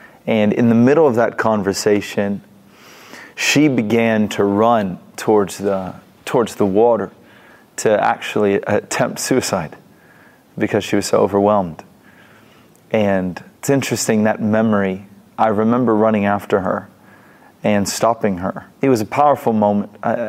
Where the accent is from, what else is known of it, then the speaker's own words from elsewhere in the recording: Savannah, Georgia, United States; now in Sydney, Australia; I'm 24 years old. I live in Sydney, Australia. I'm from the United States, from the state of Georgia, city of Savannah, area code 912, coolest place ever, you know, praise God.